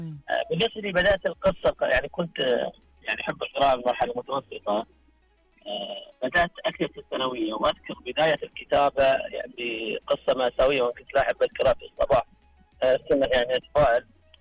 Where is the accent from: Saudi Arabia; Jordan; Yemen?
Saudi Arabia; Al-Ahsa, Eastern Province; moved away as an adult; now in Riyadh, Saudi Arabia; أنا من الأحساء، لكن ظروف العمل في الرياض كانت، وكنت يعني جديد على المجتمع